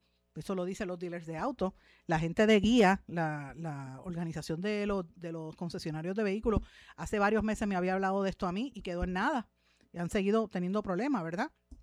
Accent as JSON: {"language": "Spanish", "town": "Guaynabo", "country": "Puerto Rico", "said": "en mi pueblo de Guaynabo"}